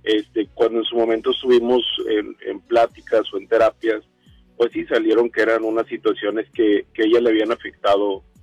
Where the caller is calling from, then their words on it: Monterrey, Nuevo León, Mexico; De aquí, de Monterrey, de acá, del área de Cumbres, por acá, de este lado.